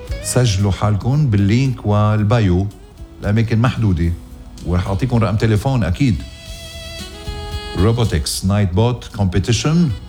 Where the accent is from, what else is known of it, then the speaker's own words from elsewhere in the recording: Ghazir, Keserwan-Jbeil, Lebanon; من ضيعتي غزير